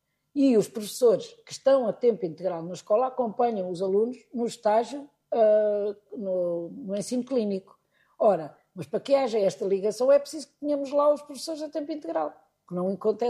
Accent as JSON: {"language": "Portuguese", "town": "Coimbra", "region": "Centro", "country": "Portugal", "moved": "as an adult", "lives_now": "Fundão, Portugal", "said": "Portanto, sou de Coimbra, também é natural."}